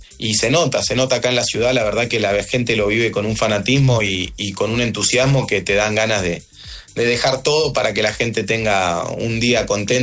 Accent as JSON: {"language": "Spanish", "town": "Bariloche", "region": "Río Negro", "country": "Argentina", "moved": "as an adult", "lives_now": "Biobío Region, Chile", "said": "porque nosotros somos de Bariloche."}